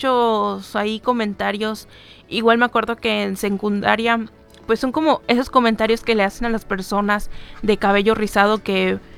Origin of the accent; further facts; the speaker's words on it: Yucatán, Mexico; yo soy yucateca, más yucateca que la longaniza